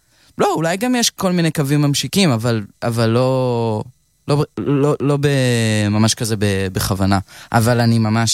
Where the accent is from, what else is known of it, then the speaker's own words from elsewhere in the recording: Hadera, Haifa District, Israel; בטח. אני גדלתי בחדרה, נולדתי ב-2002, אני בת 24, זה מה שזה אומר.